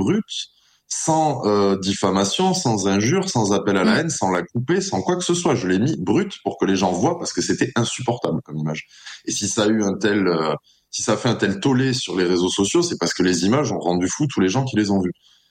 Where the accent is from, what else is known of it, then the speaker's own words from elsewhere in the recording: France; en tant que Français qui aime son pays